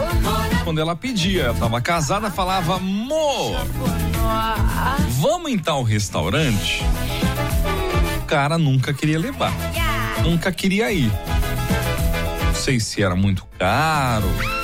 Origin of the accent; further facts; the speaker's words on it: Brazil; a nossa memória como brasileiros